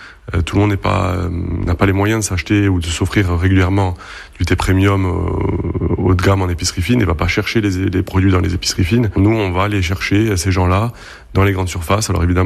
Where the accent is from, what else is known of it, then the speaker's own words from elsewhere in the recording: Biguglia, Corsica, France; Moi, je suis de Biguglia, donc j'ai grandi à Biguglia